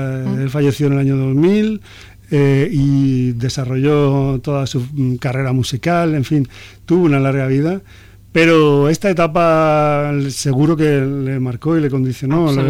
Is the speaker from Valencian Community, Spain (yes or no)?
yes; Valencian Community, Spain; yo soy del sur de Alicante